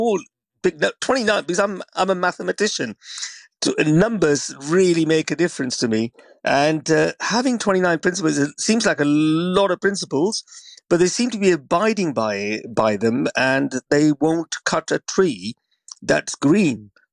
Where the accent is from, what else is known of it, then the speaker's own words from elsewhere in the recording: India; born there; Yeah, I mean, I was born in India.